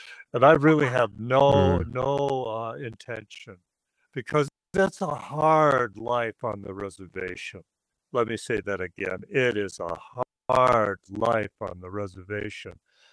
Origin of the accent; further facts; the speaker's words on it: Texas, United States; We're from Texas, you know, they're not dressed for it or nothing like that.